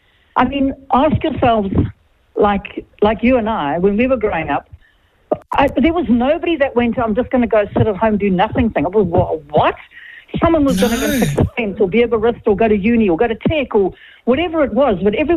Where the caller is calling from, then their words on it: Gisborne, New Zealand; I'm from Gisborne.